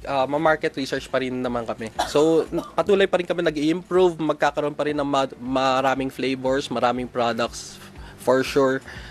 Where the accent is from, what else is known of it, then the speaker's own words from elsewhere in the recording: Cordillera Administrative Region, Philippines; especially dun sa amin sa Ifugao.